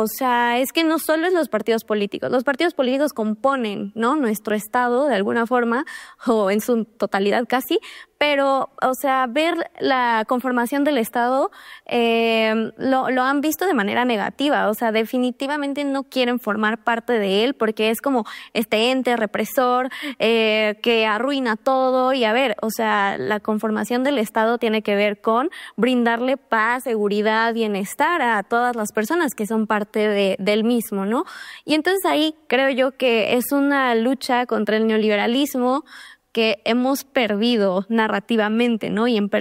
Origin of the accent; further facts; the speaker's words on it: Mexico City, Mexico; Pero como chilanga